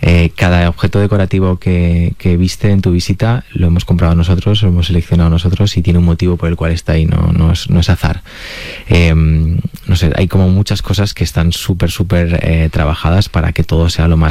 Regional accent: Valencian Community, Spain; Los domingos hago paellas como buen valenciano en casa

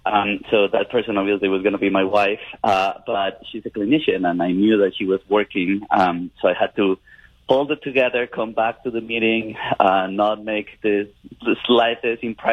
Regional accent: Bogotá, Colombia; I'm from Colombia. I grew up in the 1980s and 1990s in a very, very violent country in a very violent city, which was Bogotá.

